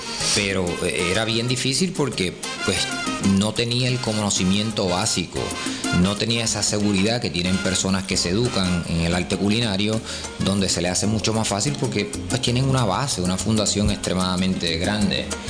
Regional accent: Puerto Rico; moved away; yo siempre he estado bien centrado en Puerto Rico. Me siento bien puertorriqueño, adoro a Puerto Rico. Y el irse de Puerto Rico por 25 años, pues, es bien difícil. Pero siempre quise volver

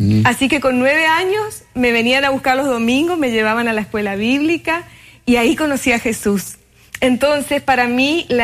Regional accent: Posadas, Misiones, Argentina; now in Oklahoma, United States; yo soy de Posadas, Misiones, Argentina

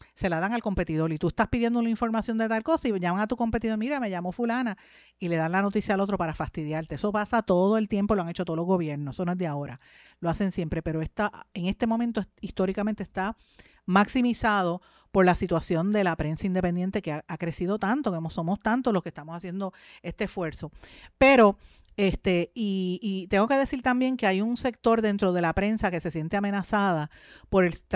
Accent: Puerto Rico; mío como puertorriqueño

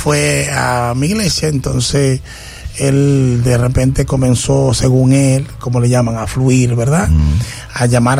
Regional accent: Dominican Republic; moved away as an adult; now in San Salvador de Jujuy, Argentina; Soy dominicano y pastoreamos hace 10 años aproximadamente en el país de la Argentina, en la provincia de Jujuy, San Salvador de Jujuy.

